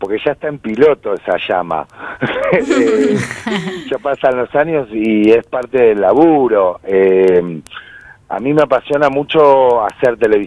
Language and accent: Spanish; Río Gallegos, Santa Cruz, Argentina; moved away; Yo estoy muy conectado con Gallegos. Mis amigos entrañables son los de mi infancia, los del secundario, los del Salesiano. También los del Hispano